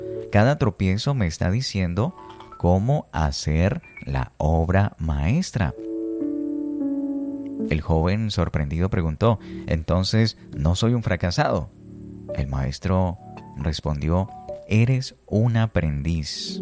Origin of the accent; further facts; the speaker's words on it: Colombia; Tenemos una gran riqueza cultural en nuestra Colombia por conocer, por descubrir, siendo nosotros colombianos.